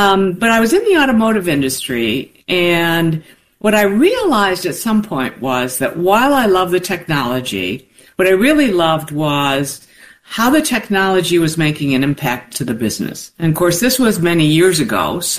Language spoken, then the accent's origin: English; Detroit, Michigan, United States; and I live in Detroit, you know, born and raised in Detroit.